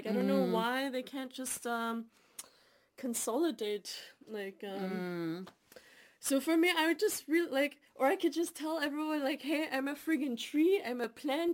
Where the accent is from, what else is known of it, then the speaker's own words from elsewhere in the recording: Canada; for me, this mixture of growing up in Canada